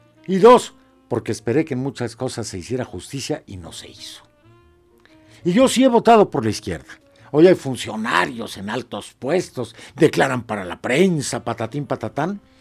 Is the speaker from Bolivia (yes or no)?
no; Mexico; No somos eso los mexicanos. No nos reduzcan a eso.